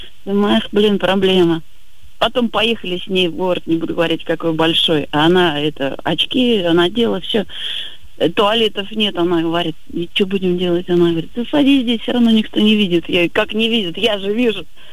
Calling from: Lipetsk, Lipetsk Oblast, Russia; Я из Липецка.

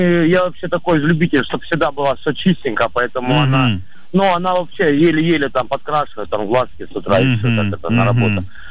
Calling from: Rostov-on-Don, Rostov Oblast, Russia; я с Ростова.

